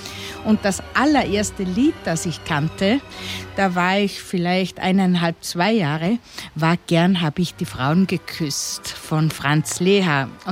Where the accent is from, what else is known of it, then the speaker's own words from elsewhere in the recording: Eugendorf, Salzburg, Austria; Aus Eugendorf.